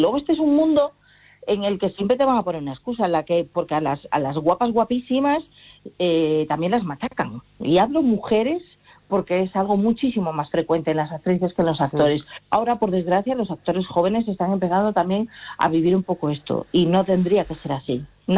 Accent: Galicia, Spain; crié aquí y nací aquí y toda mi vida la he hecho aquí, ¿no? Y entonces, pues en ese sentido es como me siento muy gallega.

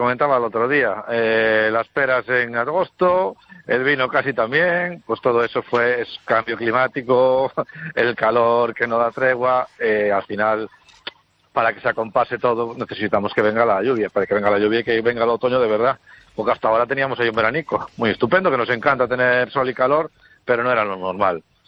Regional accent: Galicia, Spain; joder, qué bonita es mi tierra, cuántas cosas tenemos, qué bonita es la historia

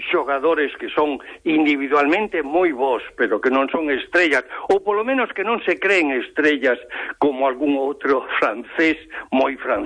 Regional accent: Galicia, Spain; eu orgullosísimo da selección española, porque son español, ademais de galego

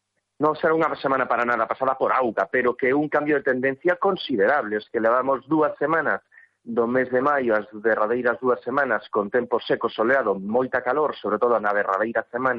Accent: Galicia, Spain; pero non debería de sorprendernos como galegos.

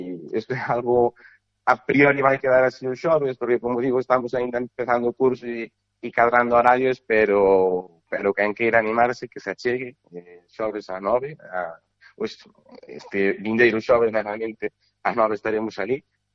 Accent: Carballo, Galicia, Spain; además eu son de aquí, pues son de Carballo, que por eso además me hace moitísima ilusión dirixir

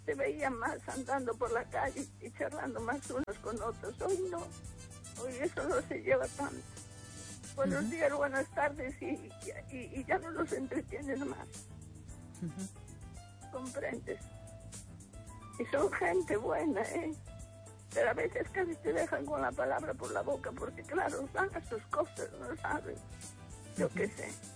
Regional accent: Ourense, Galicia, Spain

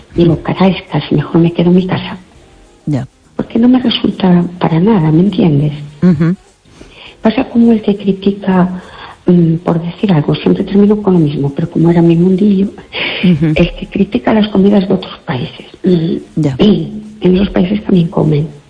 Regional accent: Fene, Galicia, Spain; Buenas noches … de Fene. ¿Qué tal?

